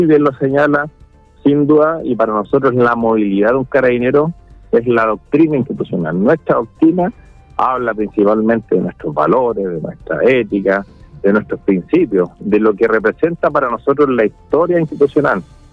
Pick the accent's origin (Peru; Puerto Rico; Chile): Chile; Somos de la comunidad y somos chilenos.